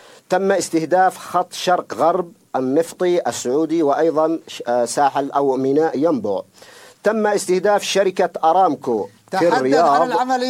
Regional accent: Yemen; لأننا لا نسمح على الإطلاق بالحديث معنا كيمنيين.

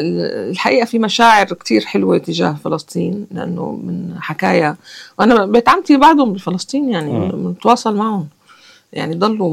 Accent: Damascus, Damascus Governorate, Syria; أشرح لهم تاريخ عيلتي كيف كانوا بفلسطين ورجعوا وإجوا على الشام وأنا ولدت بالشام،

